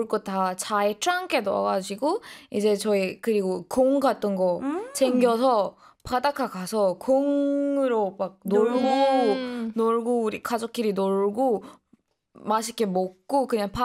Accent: South Korea; 아, 근데 사실 저는 한국인이지만

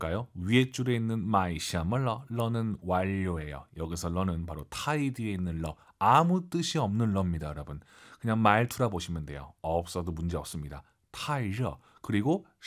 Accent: South Korea; 우리 한국인 입장에서는 게임하니까 쪼어 요시 되거든요.

